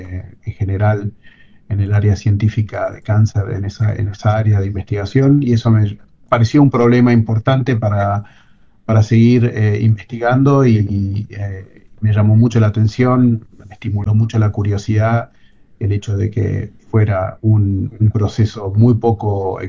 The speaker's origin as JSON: {"language": "Spanish", "country": "Argentina", "moved": "as an adult", "said": "Yo me fui de Argentina en la época de Menem, que era una época difícil para los futuros científicos."}